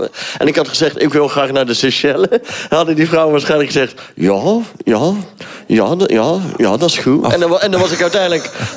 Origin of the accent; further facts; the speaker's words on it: Friesland, Netherlands; Ik ben opgegroeid in Friesland.